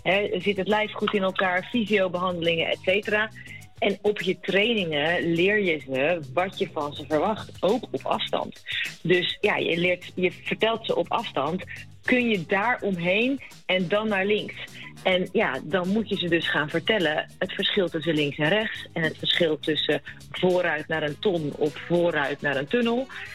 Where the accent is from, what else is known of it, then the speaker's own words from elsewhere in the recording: Netherlands; wij zijn Nederlanders.